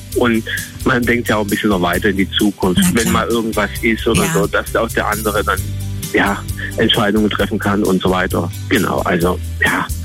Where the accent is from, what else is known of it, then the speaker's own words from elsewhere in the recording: Schramberg, Baden-Württemberg, Germany; ich komme aus Schramberg.